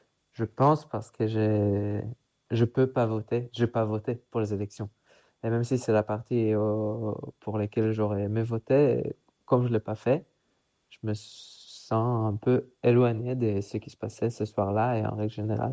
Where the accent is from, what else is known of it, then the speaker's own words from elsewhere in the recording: Israel; moved away as an adult; now in France; j'ai grandi en Israël